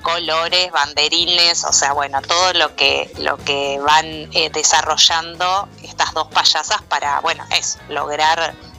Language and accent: Spanish; Traslasierra, Córdoba, Argentina; Juntas somos la dudosa compañía, que somos de Tras la Sierra